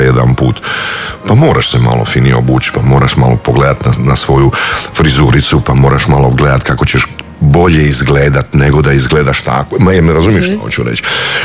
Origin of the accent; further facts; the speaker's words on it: Klis, Split-Dalmatia County, Croatia; Ja sam potekao, porijeklom sam s Klisa